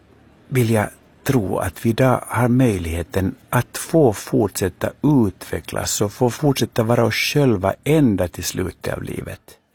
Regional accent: Finland; Så jag växte upp i Finland och började på 70-talet

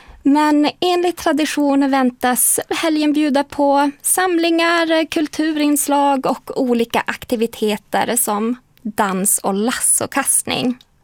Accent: Karesuando, Norrbotten County, Sweden; Och vi börjar i mina hemtrakter i Karesuando.

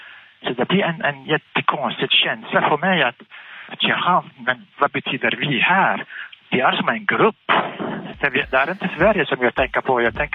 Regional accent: Iraq; Swedish is a second language; moved away as an adult; now in Sweden; jag var från Irak, och alla från Irak eller från Syrien eller Mellanöstern, vi levde i en diktatur hela vårt liv

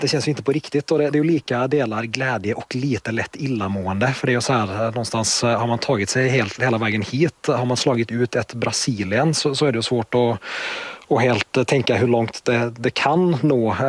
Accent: Norway; som norrman

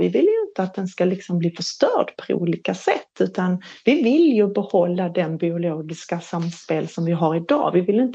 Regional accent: Skåne, Sweden; Och jag är ju uppväxt i Skåne med stora fantastiska almar.

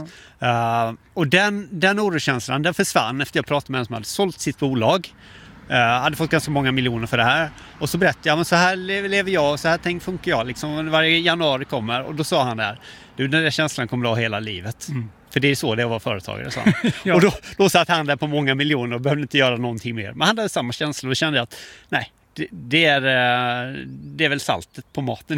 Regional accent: Halmstad, Halland County, Sweden; also born or lived in Stockholm; now in Gothenburg, Sweden; jag bodde i Stockholm i... fram till 2013, jag kommer från Halmstad från början. Och sen så bodde jag fram till 2013 och flyttade till Göteborg.

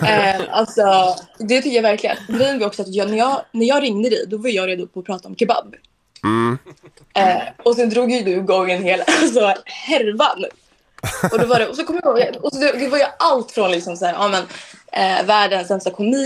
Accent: Stockholm, Stockholm County, Sweden; now in Örebro, Sweden; det roliga är att jag är inte från Örebro, jag är från Stockholm i grund och botten.

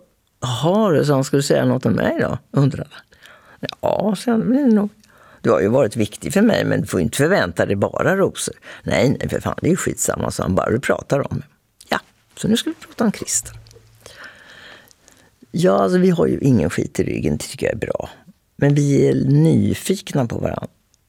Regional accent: Linköping, Östergötland, Sweden; now in Stockholm, Sweden

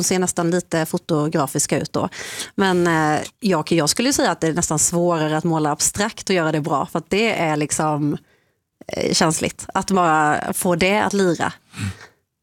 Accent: Småland, Sweden; born or raised there

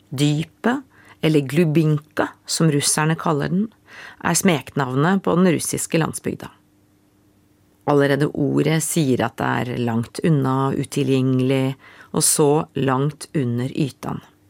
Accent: Norway; accent: Norwegian; Swedish is a second language; Och min norska accent ville avslöra min utländighet.

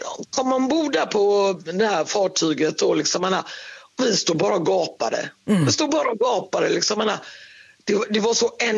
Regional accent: Sweden; när vi kom hem till Sverige

